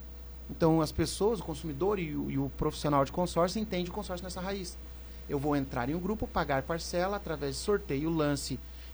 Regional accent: São Leopoldo, Rio Grande do Sul, Brazil; moved away; Sou de São Leopoldo, Rio Grande do Sul.

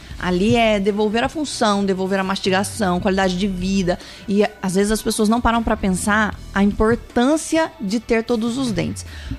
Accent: Minas Gerais, Brazil; now in Itapetininga, Brazil; a gente é mineiro, evidentemente.

